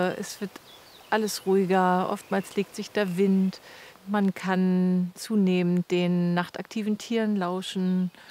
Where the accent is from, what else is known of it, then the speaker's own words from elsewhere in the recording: Mecklenburg-Vorpommern, Germany; ich bin Mecklenburgerin und trotzdem bin ich immer noch so voller Demut